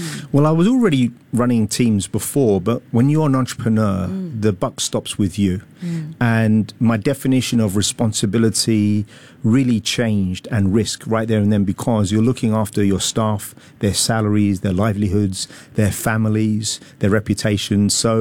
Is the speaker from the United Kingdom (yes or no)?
yes; London, United Kingdom; moved away as an adult; now in Singapore; It wasn't Australia. It was actually from London. I think London, people mistake my accent.